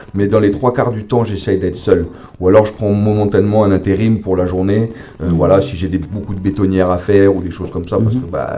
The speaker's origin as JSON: {"language": "French", "town": "Païta", "region": "South Province", "country": "New Caledonia", "said": "Je viens de Peïta."}